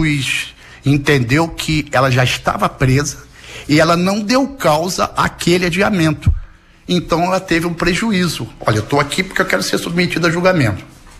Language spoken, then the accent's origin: Portuguese; Rio de Janeiro, Brazil; eu sou da cidade do interior do Rio de Janeiro, né? Eu sou lá da região dos Lagos.